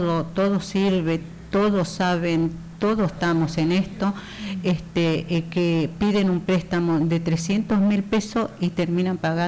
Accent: Buenos Aires, Argentina; Yo vivo en la provincia de Buenos Aires, yo soy criada acá en Barrio Norte, acá una cuadra, en el Montevideo, 955, nací, me crié, fui al colegio primario Onésimo Leguizamón

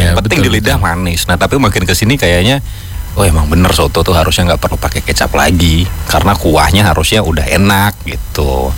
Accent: Indonesia; Kita tuh orang Indo

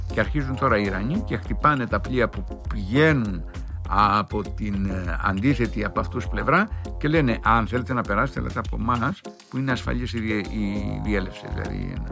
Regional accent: Crete, Greece; moved away; στην πατρίδα μου την Κρήτη

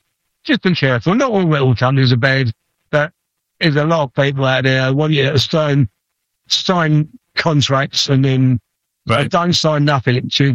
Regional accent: England, United Kingdom; from the band … We're from England

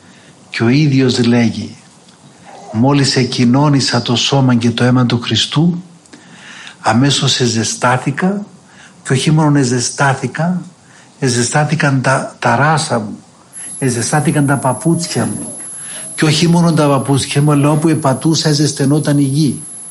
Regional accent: Greece; now in Mount Athos, Greece; εμείς οι Έλληνες πρέπει να καυχόμεθα και να χαιρόμεθα που είμαστε Ορθόδοξοι

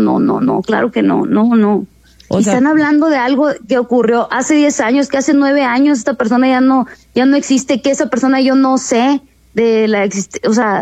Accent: Sinaloa, Mexico; pues soy norteña, soy sinaloense, lo hago muy franco, muy directo, pero pues bueno, así como somos los sinaloenses.

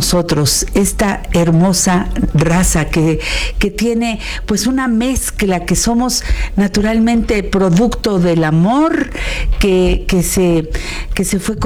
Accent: Mexico; como demostrar quiénes somos los mexicanos.

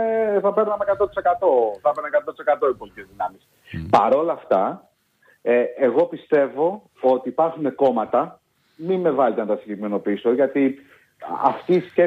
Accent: Greece; συλλογικά προφανώς ως Έλληνες και ως Ελλάδα.

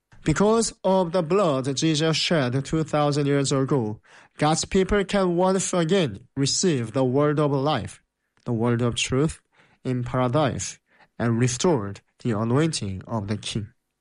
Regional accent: South Korea; I am the missionary from South Korea.

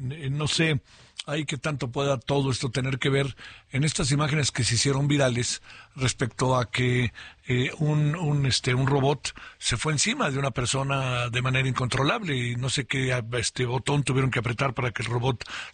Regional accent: Mexico

